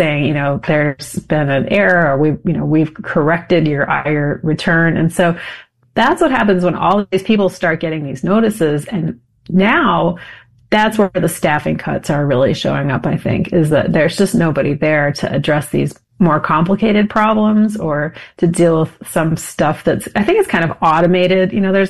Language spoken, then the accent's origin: English; Ogden, Utah, United States; moved away; I'm from Ogden, Utah, and the IRS has a giant service center in Ogden.